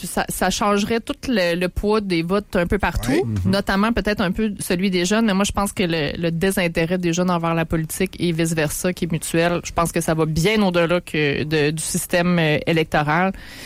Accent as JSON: {"language": "French", "region": "Quebec", "country": "Canada", "tie": "born there", "said": "Au Québec. Mon père aussi, d'ailleurs."}